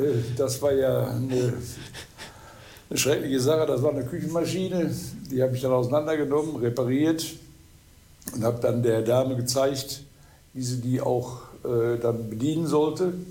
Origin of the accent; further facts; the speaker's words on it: Butjadingen, Lower Saxony, Germany; ich komme nur aus Budjading